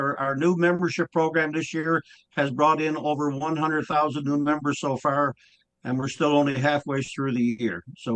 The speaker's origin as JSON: {"language": "English", "area": "Carpentier", "region": "Newfoundland and Labrador", "country": "Canada", "tie": "born or raised there", "said": "In my hometown here in Carpentier, Newfoundland, we have 200 members"}